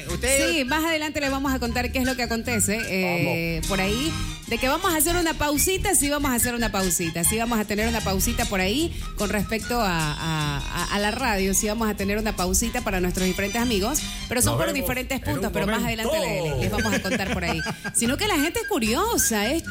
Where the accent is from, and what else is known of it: Ecuador